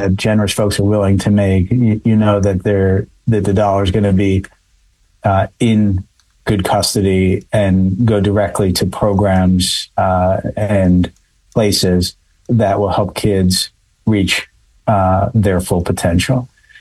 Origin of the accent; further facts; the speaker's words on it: Philadelphia, Pennsylvania, United States; my hometown, Philadelphia, shout out to Philly.